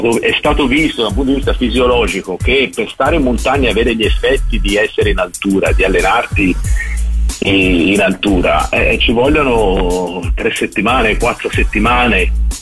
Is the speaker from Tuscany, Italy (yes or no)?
yes; Florence, Tuscany, Italy; sono fiorentino